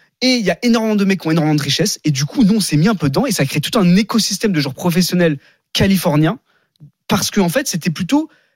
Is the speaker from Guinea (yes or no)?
no; France; nous, en tant que Français